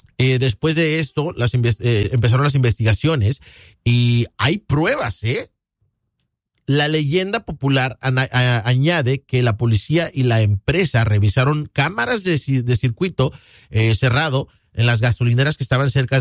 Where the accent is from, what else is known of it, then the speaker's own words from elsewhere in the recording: Morelos, Mexico; Se dice por ahí en Cuernavaca, donde cerquitas de donde soy yo. En Cuernavaca, Morelos